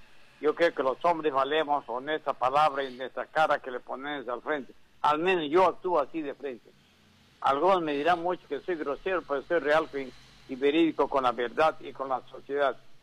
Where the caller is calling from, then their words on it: Peru; cuando todos somos peruanos.